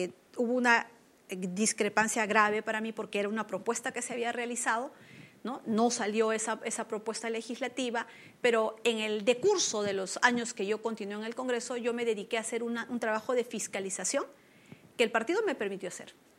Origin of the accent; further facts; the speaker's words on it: Peru; como muchos peruanos, celebro que haya ganado Keiko Fujimori